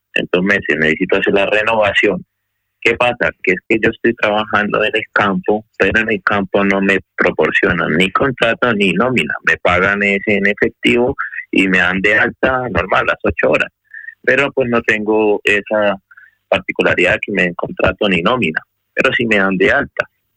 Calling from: Castilla-La Mancha, Spain; yo soy de Castilla La Mancha.

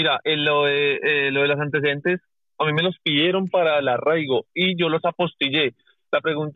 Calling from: Madrid, Community of Madrid, Spain; de Madrid.

